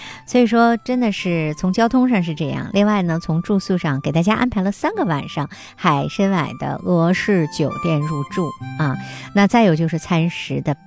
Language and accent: Chinese; Harbin, Heilongjiang, China; 我们东北人啊，哈尔滨人啊